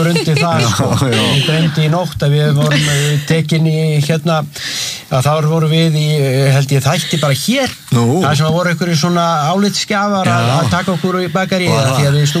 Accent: Bíldudalur, Westfjords, Iceland; ég ólst upp í leikhúsinu á Bíldudal sem er ekki bara í leikhúsinu heldur þorpinu sjálfu sem er bara leikhús út af fyrir sig

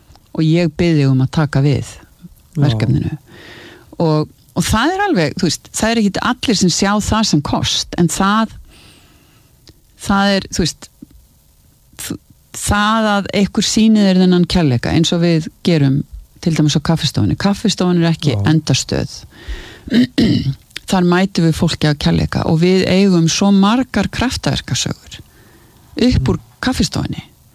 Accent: Hafnarfjörður, Capital Region, Iceland; En ég gaflari, ég fætti á Sólvangi og ég alinn upp í Hafnarfirði að stærstum hluta og ég fjórða kynslóð á Hamrunum

